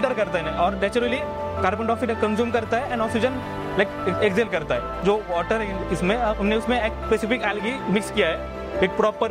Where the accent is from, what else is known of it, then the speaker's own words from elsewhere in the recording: Beed, Maharashtra, India; I am from basically from Beed Maha